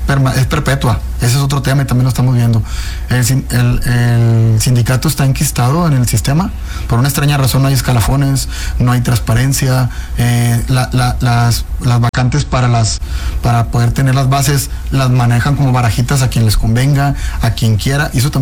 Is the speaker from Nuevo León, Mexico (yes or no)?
yes; Monterrey, Nuevo León, Mexico; Soy un pelado muy acelerado. Así somos los regios, creo.